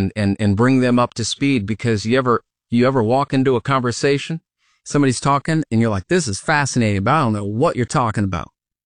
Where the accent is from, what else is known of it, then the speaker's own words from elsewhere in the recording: DeWitt, Iowa, United States; moved away; So I grew up in this tiny town of 5,000 people